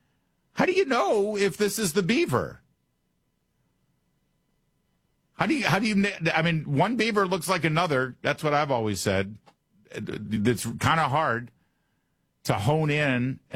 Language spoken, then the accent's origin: English; Michigan, United States; now in Maryland, United States; we had beavers growing up in Michigan a bit